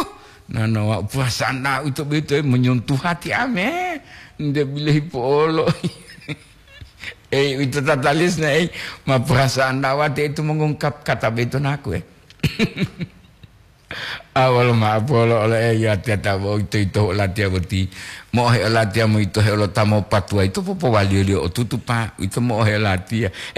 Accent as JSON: {"language": "Indonesian", "region": "Gorontalo", "country": "Indonesia", "lives_now": "Manado, Indonesia", "said": "Pak Kuni, saya orang Gorontalo tapi tinggal di Manado."}